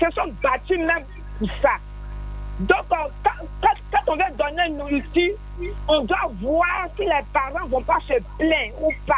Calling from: Abidjan, Côte d’Ivoire; J'appelle Abobo Baoulé.

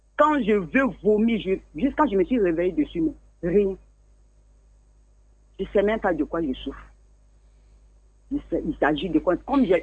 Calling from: Abidjan, Côte d’Ivoire; J'appelle de Abidjan, Cocody, Rivera.

